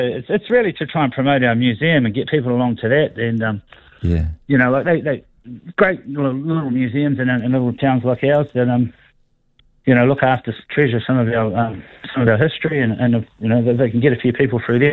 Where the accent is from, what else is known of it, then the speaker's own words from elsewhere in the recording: Palmerston North, Manawatū-Whanganui, New Zealand; Australia at the time, and was when I heard the news from home how the sort of David and Goliath story of my hometown taking on London department store was put a real smile on your face.